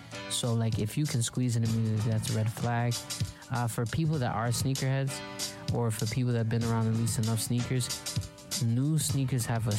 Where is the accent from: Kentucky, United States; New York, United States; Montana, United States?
New York, United States; New York City; I've always been a big Spider-Man fan, you know, growing up in New York City.